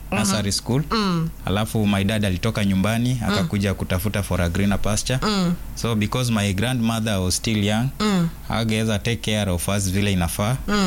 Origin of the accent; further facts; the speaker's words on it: Butere, Kakamega County, Kenya; born there; nimezaliwa upande wa eneo la Butere. Mimi ni Mluya. Na mimi ni kijana wa kwanza kwa familia yetu.